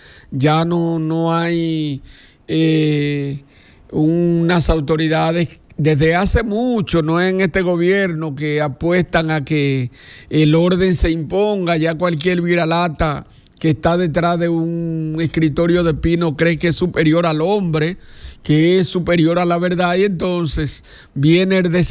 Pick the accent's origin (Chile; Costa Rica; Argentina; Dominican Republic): Dominican Republic; como dominicanos, como bauruquenses